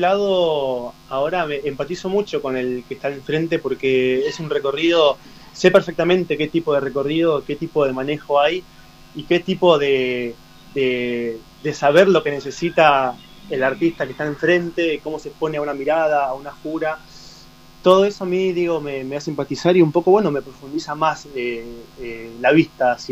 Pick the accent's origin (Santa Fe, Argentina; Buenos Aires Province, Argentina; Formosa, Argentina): Buenos Aires Province, Argentina; Berazategui; Yo ahora estoy en de donde soy, en mi localidad de Berazategui, Buenos Aires, zona sur.